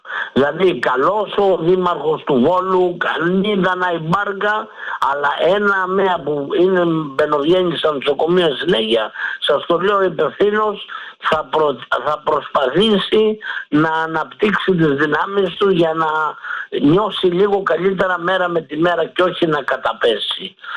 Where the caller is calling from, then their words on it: Aigaleo, Attica, Greece; είμαι από το Εγάλιο